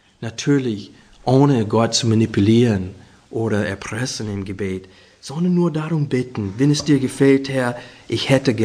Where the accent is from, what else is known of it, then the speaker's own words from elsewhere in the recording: Arkansas, United States; moved away as an adult; also born or lived in Chicago; Ich bin in Arkansas aufgewachsen, auf dem Land.